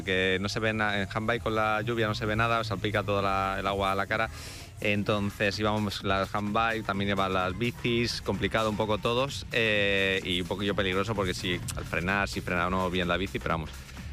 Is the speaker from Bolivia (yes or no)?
no; Madrid, Community of Madrid, Spain; vengo de Madrid, compito para un club B-Class de Canarias, de Tenerife.